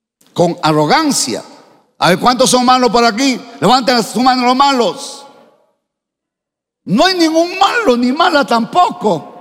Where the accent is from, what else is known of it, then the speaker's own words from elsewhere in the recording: Huacho, Lima, Peru; born there; Yo vivía de pequeño en Huacho, Norte Chico de Lima.